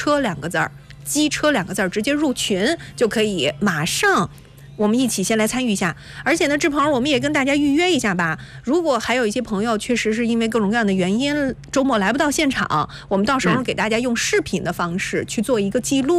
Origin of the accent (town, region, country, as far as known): Shandong, China